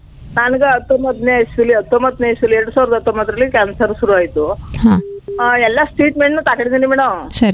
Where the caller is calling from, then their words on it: Mysore, Karnataka, India; ಮೈಸೂರಿಂದ.